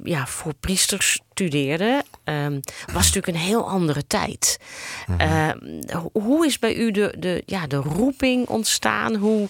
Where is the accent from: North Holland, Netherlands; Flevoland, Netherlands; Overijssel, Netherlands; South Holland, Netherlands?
North Holland, Netherlands; Amsterdam; Nou, goed, ik kom zelf ook uit Amsterdam. Ik weet een beetje hoe het daar is.